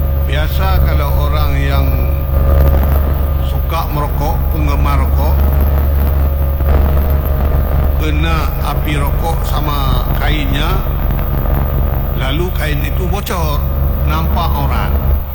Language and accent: Indonesian; Aceh, Indonesia; Biasa kalau kita orang Aceh, kaum-kaum ibu sering sembahyangnya di sawah